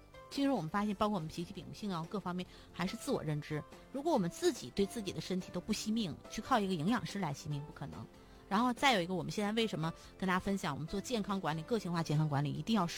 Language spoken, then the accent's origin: Chinese; China